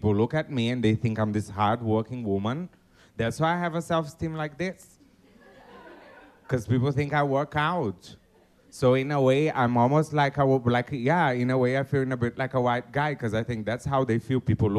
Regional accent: Brazil; I'm like, bitch, I'm from Brazil. I'm like, take a flight.

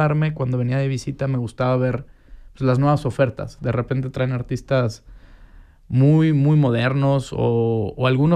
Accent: Cuernavaca, Morelos, Mexico; moved away as an adult; now in Switzerland; uno de mis mejores amigos con el que crecí en Cuernavaca, Frank Fedier

